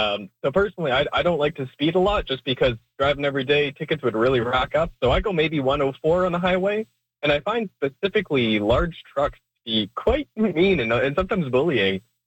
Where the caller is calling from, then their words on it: Manitoba, Canada; I'm from Manitoba, and I commute to Steinbeck every day for work from Winnipeg.